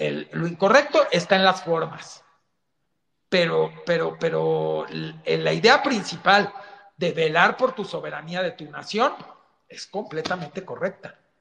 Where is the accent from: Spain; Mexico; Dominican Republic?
Mexico; yo estoy en México, orgullosamente vivo en México, y no me iré a ningún otro lado hasta el último día de mi vida porque amo este país